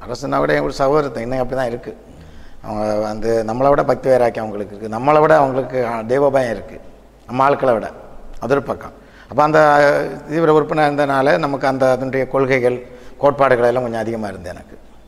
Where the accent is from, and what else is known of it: Chennai, Tamil Nadu, India; born there; also born or lived in Mumbai